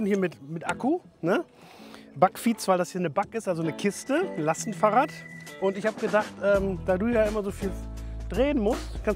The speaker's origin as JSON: {"language": "German", "region": "North Rhine-Westphalia", "country": "Germany", "tie": "born there", "said": "Ich komme aus der Nähe von Münster, da wurde ich geboren auf jeden Fall."}